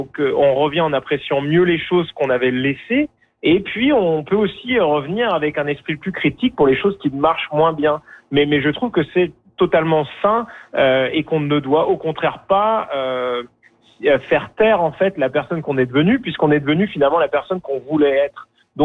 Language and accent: French; France; now in Canada; comme on peut l'entendre à mon accent, je suis originaire de France, mais ça fait une vingtaine d'années que j'habite moi au Canada.